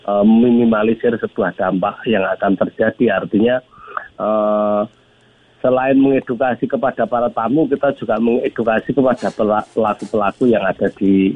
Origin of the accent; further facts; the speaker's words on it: Central Java, Indonesia; khas makanan kami di kawasan lereng Menoreh.